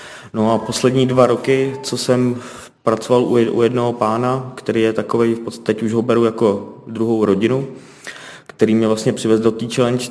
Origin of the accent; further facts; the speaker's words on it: Benešov, Central Bohemian Region, Czechia; je mi 34 let, jsem z Benešova u Prahy